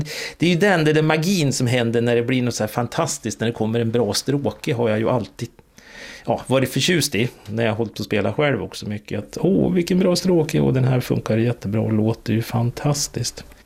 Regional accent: Jämtland County, Sweden; jag är uppvuxen i Jämtland

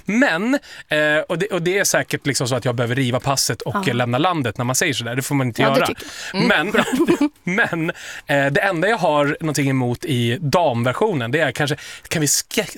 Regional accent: Dala-Floda, Dalarna County, Sweden; jag är en representant utsänd från Dala-Floda för att jag har bakgrund där. Jag är dalmas, det kanske du hör, om du kan dialekter också.

